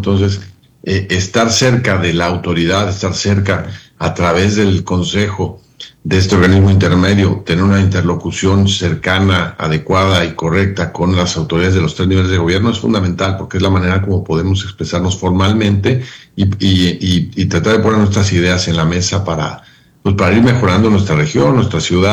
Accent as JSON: {"language": "Spanish", "country": "Mexico", "said": "Fue muy divertido el Mundial como mexicano."}